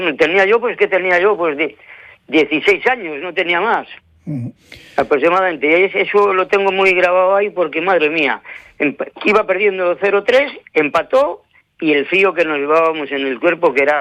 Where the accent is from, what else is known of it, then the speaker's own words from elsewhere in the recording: El Astillero, Cantabria, Spain; porque yo soy de Astillero y soy socio del Unión Club y tal